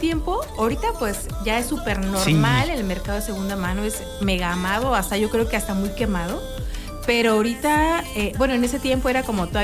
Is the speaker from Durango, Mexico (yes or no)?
no; Coatzacoalcos, Veracruz, Mexico; moved away as an adult; yo crecí con eso ahí en Coatzacoalcos